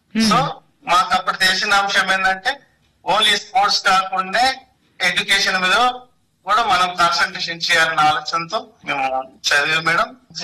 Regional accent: Rudrampur, Telangana, India; born there; Seven clan లో పుట్టాను madam. Rudrampur seven clan లో.

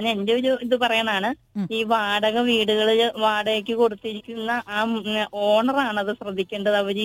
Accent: Murickassery, Kerala, India; born there; now in Ernakulam, India

